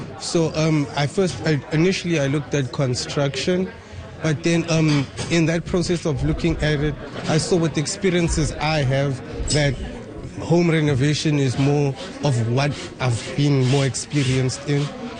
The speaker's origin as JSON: {"language": "English", "town": "Johannesburg", "region": "Gauteng", "country": "South Africa", "moved": "as an adult", "lives_now": "Canada", "said": "My country, I'm from South Africa, Johannesburg."}